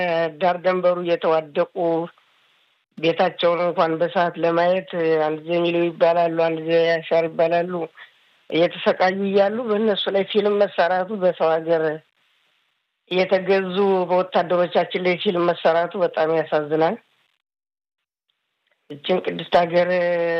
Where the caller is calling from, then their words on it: Beersheba, Southern District, Israel; ጋዝን ወለባላሉ ከቢርሸባ